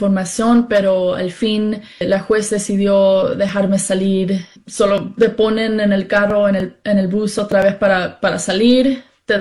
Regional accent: United States; Me considero americana porque toda mi vida he estado acá, la cultura, el lenguaje, mi educación. Llegué con una visa de turista.

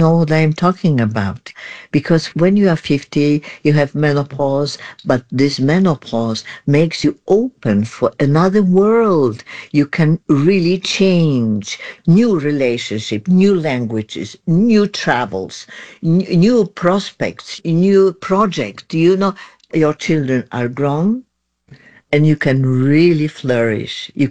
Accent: Poland; moved away as an adult; we are from another country, you know, with another history.

